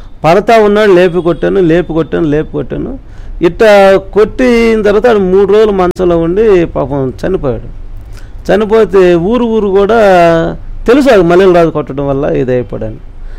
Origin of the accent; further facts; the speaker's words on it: Reddipuralu, Andhra Pradesh, India; పొన్నూరు నుంచి 2 కిలోమీటర్లు 4 మా ఊరు రెడ్డిపురాలు మా ఊరు నుంచి 2 కిలోమీటర్లు ఒడ్డు ముక్కలు ఉండదు